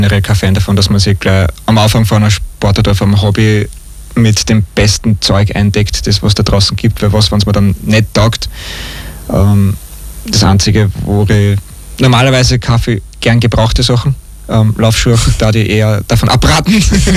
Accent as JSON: {"language": "German", "town": "Asperhofen", "region": "Lower Austria", "country": "Austria", "tie": "born or raised there", "said": "Und danach geht es weiter mit dem Lauf in meiner Heimatgemeinde in Asperhofen, auf dem Buchberg."}